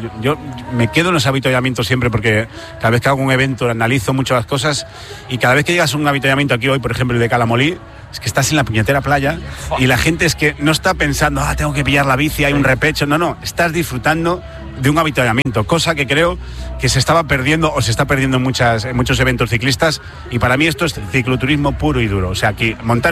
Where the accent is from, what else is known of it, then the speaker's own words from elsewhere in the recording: Galicia, Spain; Estoy enamorado de mi tierra, de Galicia.